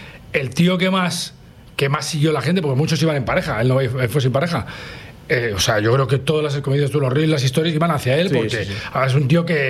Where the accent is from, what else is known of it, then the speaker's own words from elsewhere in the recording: Pamplona, Navarre, Spain; Claro, yo soy navarro, soy de Pamplona y siempre que soy de esta fiesta, que no me pilla en mi ciudad, llevo el pañuelito como pañuelico con muchísimo orgullo